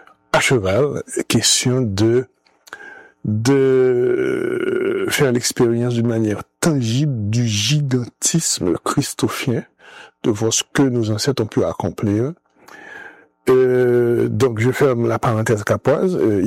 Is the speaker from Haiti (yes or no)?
yes; Cap-Haïtien, Nord, Haiti; born there; Donc, voilà comment je suis né au Cap-Haïtien. Et mais mon oncle a passé toute sa vie au service de la communauté capoise, donc j'ai des cousins au Cap.